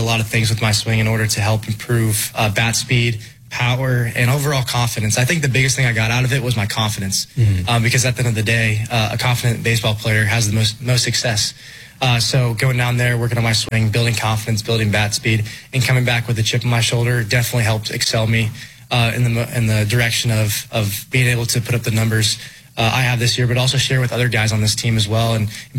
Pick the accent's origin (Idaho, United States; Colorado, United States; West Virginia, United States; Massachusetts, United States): Colorado, United States